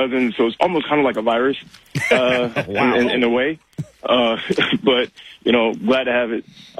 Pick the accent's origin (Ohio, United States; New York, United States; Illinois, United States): New York, United States; now in Atlanta, United States; Originally from New York. My entire family's from New York.